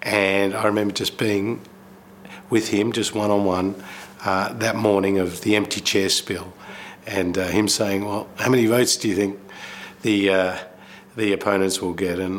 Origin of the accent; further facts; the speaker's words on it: Kooyong, Victoria, Australia; because we grew up in Kooyong, so that was the natural place to one day represent.